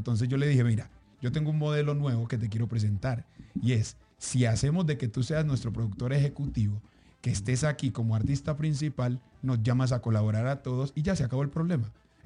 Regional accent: Colombia; nosotros como colombianos

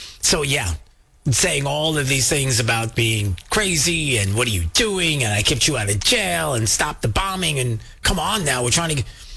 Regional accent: Alabama, United States; I'm still from Alabama.

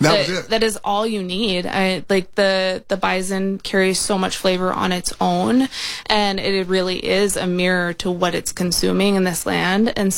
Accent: Minnesota, United States; You know, I grew up on the White Earth Reservation, and so I have a preference.

